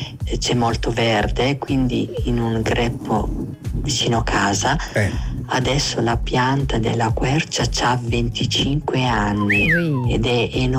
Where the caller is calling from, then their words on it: Pesaro, Marche, Italy; da Pesaro.